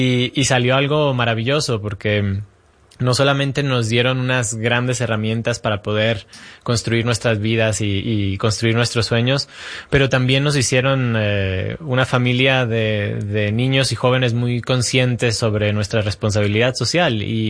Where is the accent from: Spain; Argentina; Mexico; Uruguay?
Mexico; es algo bien, bien especial porque como mexicano desde niño, cuando empecé a viajar